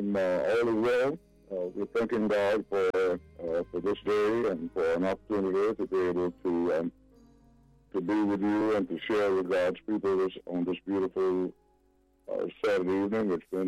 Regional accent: Atlanta, Georgia, United States; now in Detroit, United States; Well, I was born in Atlanta, and then at age 9, my family moved to the city of Detroit and attended the schools here in Detroit at that early age, and then we moved back to Atlanta.

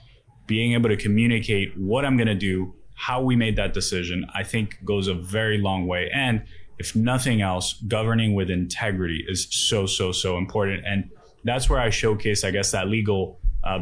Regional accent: Hialeah, Florida, United States; Hialeah is a city where we have over 300,000 residents. So, you know, to be able, and it's my hometown, most importantly.

